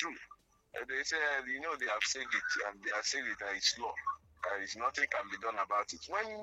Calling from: Enugu, Enugu State, Nigeria; I'm calling from Enugu.

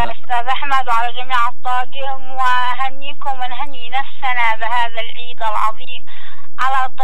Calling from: Yemen; احنا كيمنيين

